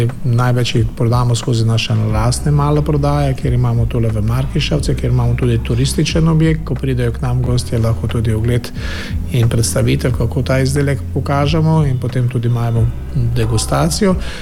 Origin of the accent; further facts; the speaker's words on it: Prekmurje, Slovenia; Prekmurci smo sanje stegno razdelili in je bilo brez kosti.